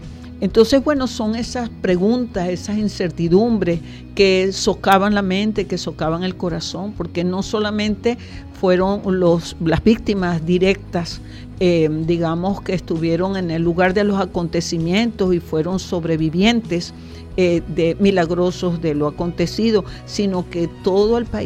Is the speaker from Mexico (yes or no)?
no; Venezuela